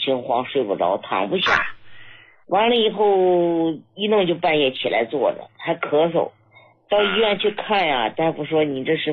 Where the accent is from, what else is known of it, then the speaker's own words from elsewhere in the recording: Hebei, China; 我是河北的。